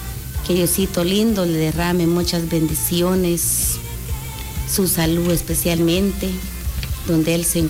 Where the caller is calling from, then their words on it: Jocotán, Chiquimula, Guatemala; aquí de Jocotán